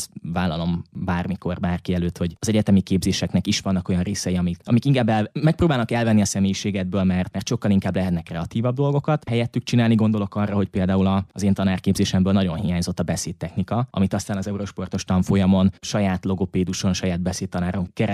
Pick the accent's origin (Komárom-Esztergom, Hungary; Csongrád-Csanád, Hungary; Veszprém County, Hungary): Csongrád-Csanád, Hungary; Hódmezővásárhely; Én Hódmezővásárhelyi vagyok